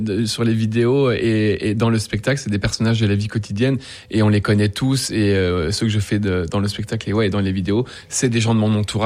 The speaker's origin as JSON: {"language": "French", "town": "Paris", "region": "Île-de-France", "country": "France", "said": "Quand on vient de Paris, ça fait bizarre."}